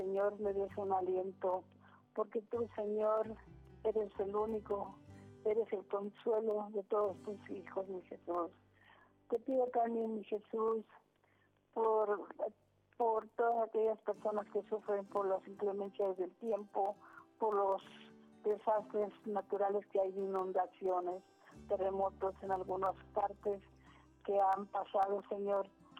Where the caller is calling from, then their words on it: Michoacán, Mexico; De Michoacán, de Jongateo, Michoacán.